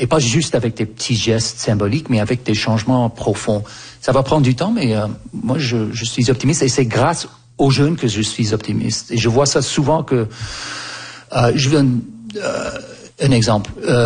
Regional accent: Canada; moi j'ai grandi au Canada et quand j'avais 4, 5, 6 ans, il y avait un bus, il y avait un agenda à l'école

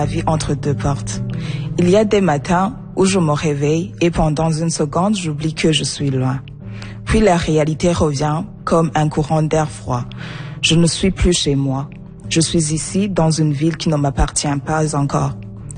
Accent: Burundi; now in Sudbury, Canada; Je suis burundaise.

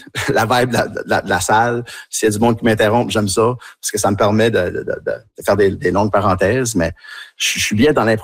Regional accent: New Brunswick, Canada; accent: Tracadie; quand je suis avec eux autres, je parle avec mon accent tracadie un peu plus, puis je me laisse aller

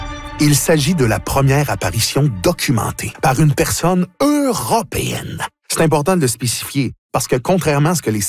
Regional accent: Terrebonne, Quebec, Canada

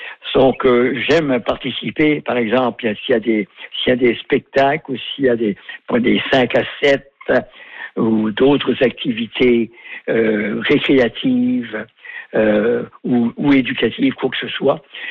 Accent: Saint-Joseph-du-Moine, Nova Scotia, Canada; Évidemment, moi, je suis originaire de Saint-Joseph-du-Moine, une annexe de Chiquigan.

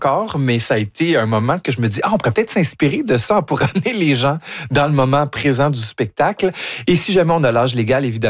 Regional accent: London, United Kingdom; French is a second language; Et contrairement à ce qu'on connaît chez nous, à Londres

